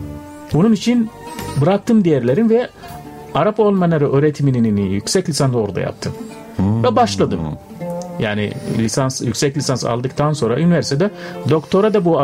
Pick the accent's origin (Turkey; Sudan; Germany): Sudan; Turkish is a second language; Efendim, siz dediğiniz gibi hocam, ben Sudanlıyım. … Bizim orada soyad kullanmıyoruz.